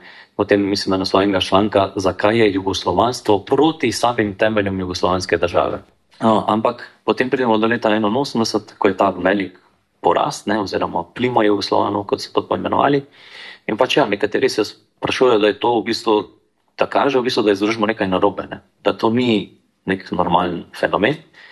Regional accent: Šmartno ob Paki, Savinjska, Slovenia; born there; vem pa, naprimer, zgodbo iz mojega rojstnega kraja, se pravi, na Šmartno opaki

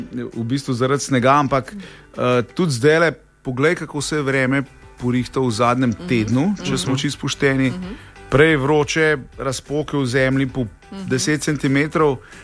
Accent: Višnja Gora, Lower Carniola, Slovenia; tisti, ki nekako od rojstva živimo v svojem kraju, se je navadeš, a ne? Čeprav je nekaj ven iz Ljubljane, je že čista Dolenjska

